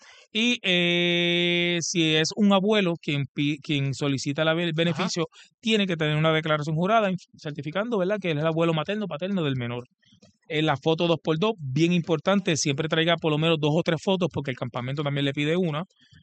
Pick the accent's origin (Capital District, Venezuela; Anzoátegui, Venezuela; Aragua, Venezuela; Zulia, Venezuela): Aragua, Venezuela; Aguabuena; mi pueblo Aguabuena